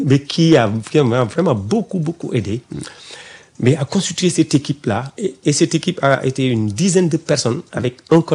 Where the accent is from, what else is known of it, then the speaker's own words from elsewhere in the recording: Germany; first language German; French is a second language; Je suis allemand de... C'est ma première langue aussi.